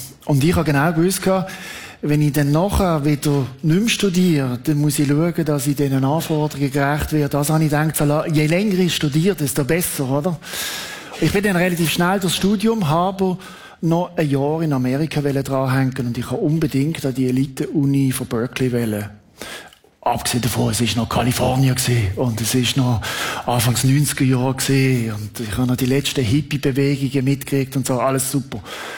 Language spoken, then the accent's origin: German; Switzerland; Und dann gesagt, ich bin Schweizer, ich bin neutral, ich laufe jetzt da rein.